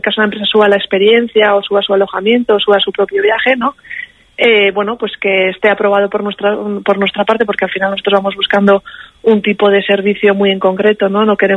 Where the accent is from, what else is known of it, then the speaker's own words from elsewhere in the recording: Basque Country, Spain; como buenos vascos de aquí de Euskadi, ¿no?